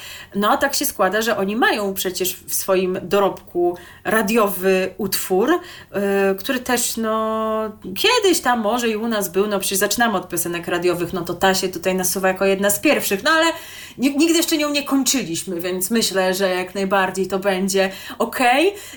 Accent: Łódź, Łódź Voivodeship, Poland; Zwłaszcza w rodzinnej Łodzi widzę potencjał dla lokalnej stacji radiowej

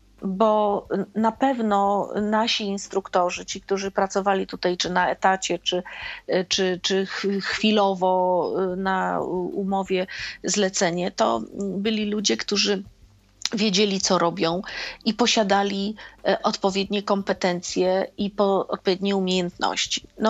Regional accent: Kielce, Świętokrzyskie Voivodeship, Poland; ja jestem z Kielc

